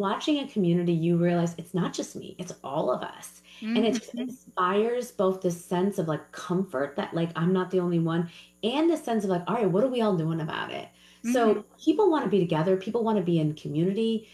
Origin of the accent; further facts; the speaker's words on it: New York, United States; I think, look, I'm a New Yorker.